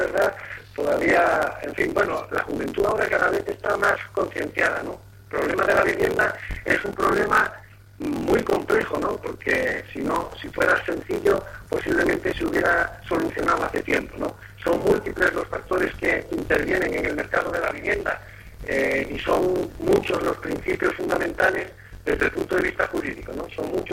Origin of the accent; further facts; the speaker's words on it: Oviedo, Asturias, Spain; accent: Asturian; moved away as an adult; now in Las Palmas de Gran Canaria, Spain; Soy asturiano de Oviedo y llevo residiendo en Las Palmas de Gran Canaria, gracias a Dios, 20 años. Aquí tengo mi familia, aquí tengo mis hijos, aquí tengo mi trabajo y esta es ya mi tierra.